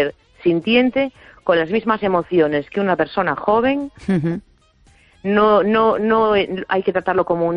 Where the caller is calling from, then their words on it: A Coruña, Galicia, Spain; de La Coruña.